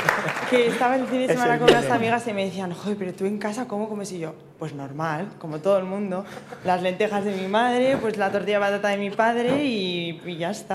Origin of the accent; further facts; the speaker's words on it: Huesca, Aragon, Spain; moved away as an adult; now in Madrid, Spain; yo soy de Huesca